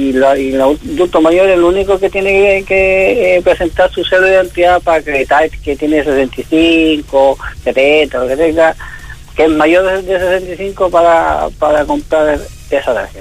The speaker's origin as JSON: {"language": "Spanish", "country": "Chile", "said": "vemos cómo somos los chilenos."}